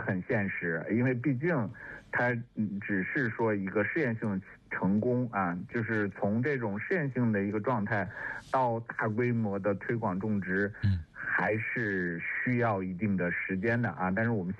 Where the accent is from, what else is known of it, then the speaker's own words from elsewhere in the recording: China; 这就会越来越适合我们中国人的咖啡杯了。